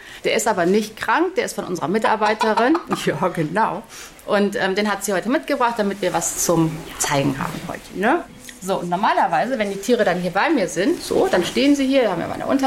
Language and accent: German; Rommerskirchen, North Rhine-Westphalia, Germany; ich komme auch aus Höningen.